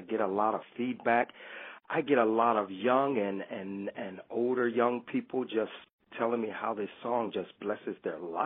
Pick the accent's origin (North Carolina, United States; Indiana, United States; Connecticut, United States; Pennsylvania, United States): Indiana, United States; Indianapolis; We had moved into a home. I'm from Indianapolis, Indiana.